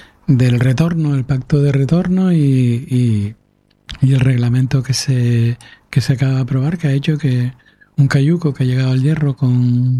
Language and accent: Spanish; Canary Islands, Spain; No solo los canarios emigramos a Sudamérica y también a Alemania en otros momentos.